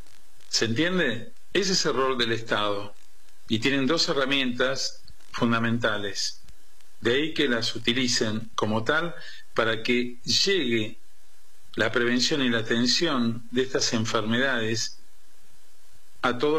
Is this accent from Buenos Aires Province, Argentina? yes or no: yes; Don Bosco, Buenos Aires Province, Argentina; Yo me crié en Don Bosco, en la localidad de Don Bosco, que es pegadita a Bernal, y este barrio está entre Don Bosco y Bernal.